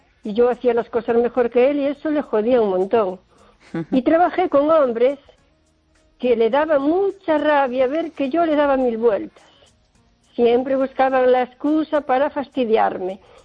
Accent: O Carballiño, Galicia, Spain

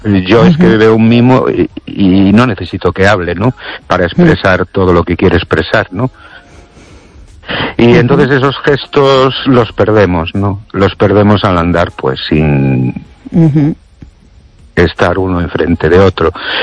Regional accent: Ourense, Galicia, Spain; Buenas noches, Esther y oyentes … de Orense.

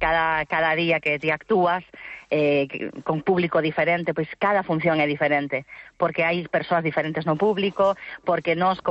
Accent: Galicia, Spain; nós tamén somos creadoras galegas, co cal sempre a nosa visión facemos dende a nosa idiosincrasia

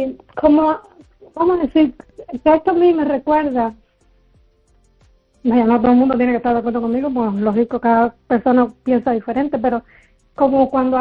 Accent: Cuba; now in Spain; Yo recuerdo haber escrito con mi familia y mis amistades después que me fui de Cuba, 30 años y pico después

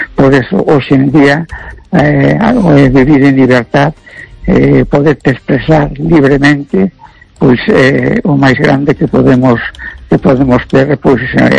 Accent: Ferrol, Galicia, Spain; born there

